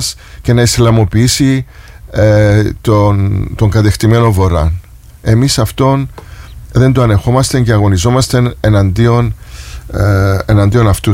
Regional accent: Famagusta, Famagusta District, Cyprus; moved away; also born or lived in Kyrenia; είμαι και από την Κερίνια και από την Αμόχωστο.

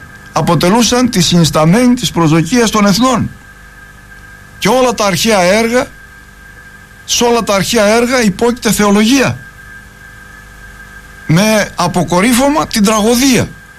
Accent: Greece; Είμαστε Έλληνες γιατί είμαστε Ορθόδοξοι.

